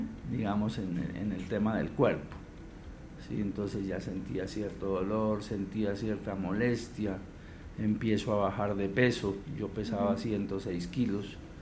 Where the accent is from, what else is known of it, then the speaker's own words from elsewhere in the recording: Pasto, Nariño, Colombia; accent: pastuso; now in Bogotá, Colombia; Yo soy pastuso